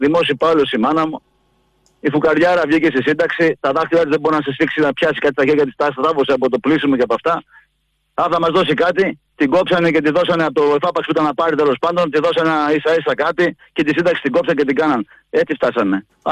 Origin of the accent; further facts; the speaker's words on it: Katerini, Central Macedonia, Greece; Κατερινιώτης, άγια μου, έχω δρόμο στην Κατερίνη. Η πόλη της Λακούβας, αδερφέ.